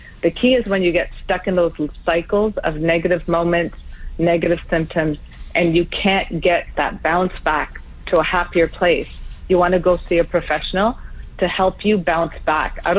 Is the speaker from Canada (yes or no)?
yes; Canada; even though I'm Canadian